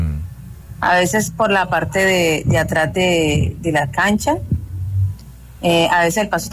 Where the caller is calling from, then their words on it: Yumbo, Valle del Cauca, Colombia; Desde Yumbo.